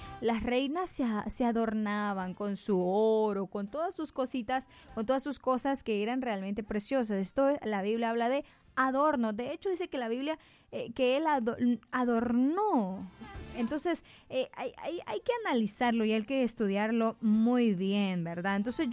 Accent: Honduras

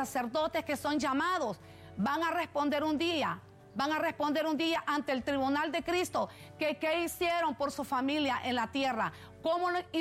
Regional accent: Maraita, Francisco Morazán, Honduras; moved away; Así que un saludo también para mi pueblo Maraita, donde me está escuchando mi madre y mis hermanos, mi papá.

